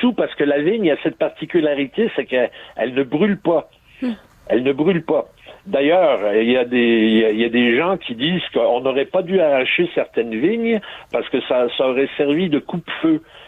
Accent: Quebec, Canada; moved away as an adult; now in Bordeaux, France; chez nous, au Québec

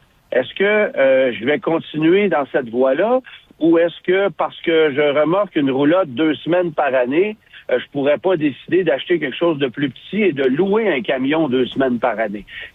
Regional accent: Quebec, Canada; chez nous au Québec

